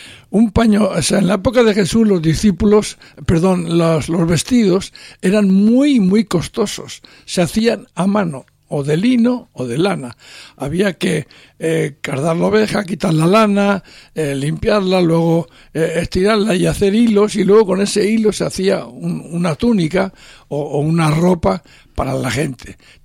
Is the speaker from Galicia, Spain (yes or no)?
no; La Rioja, Spain; Yo nací en La Rioja, ese sitio de España donde se produce tanto vino.